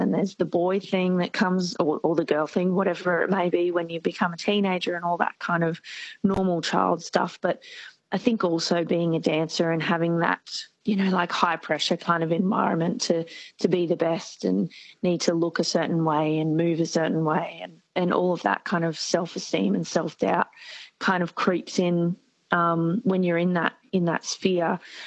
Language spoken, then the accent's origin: English; Queensland, Australia; I'm from Southeast Queensland